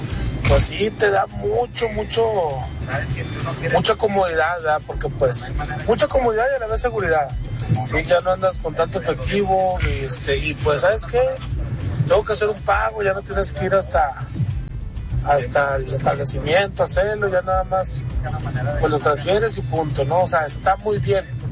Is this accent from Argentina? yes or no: no; Mexico; somos mexicanos